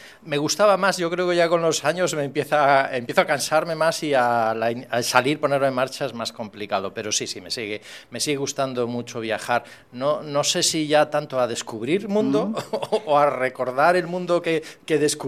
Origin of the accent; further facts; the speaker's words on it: Galicia, Spain; now in Mallorca, Spain; yo soy del norte de Galicia, de tierra de marinos y por tanto pues aquí en Mallorca estoy encantado, que estoy como en mi tierra, ¿no?